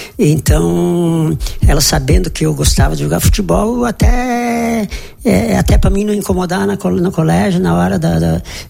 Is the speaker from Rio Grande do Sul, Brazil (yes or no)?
yes; Marau, Rio Grande do Sul, Brazil; born there; Eu nasci em Marau aqui.